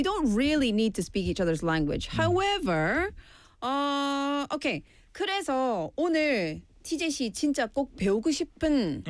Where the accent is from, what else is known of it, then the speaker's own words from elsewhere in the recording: Busan, South Korea; accent: Busan dialect; 우리는 뭐 부산 사투리 할 때